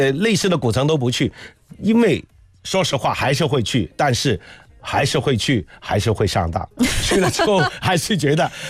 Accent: China

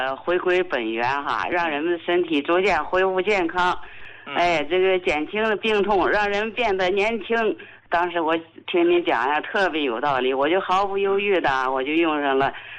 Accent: Harbin, Heilongjiang, China; 嗯，胡教授，我是哈尔滨的患者。

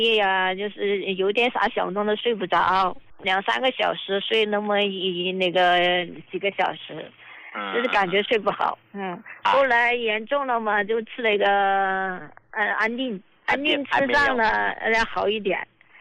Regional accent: Chongqing, China; 我是重庆这边的患者。

